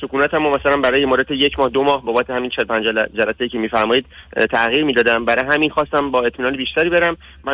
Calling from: Iran; من حالا توی ایران

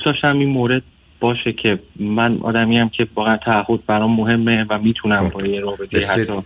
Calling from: England, United Kingdom

